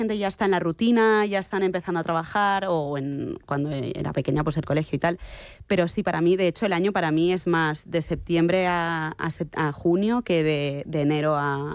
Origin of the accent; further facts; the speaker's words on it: Barcelona, Catalonia, Spain; yo es que soy de Barcelona, entonces yo la cosa del mar, de estar morenita